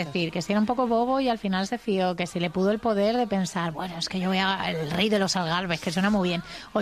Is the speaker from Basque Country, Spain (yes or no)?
no; Extremadura, Spain